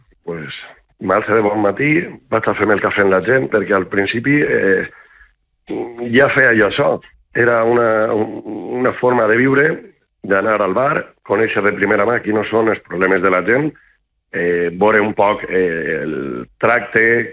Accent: Castalla, Valencian Community, Spain; m'agrada viure en el meu poble, que per a mi és el millor poble del món

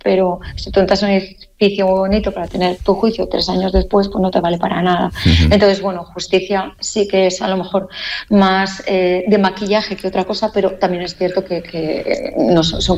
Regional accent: Alicante, Valencian Community, Spain; quizás soy como alicantina, como alicantina y como abogada

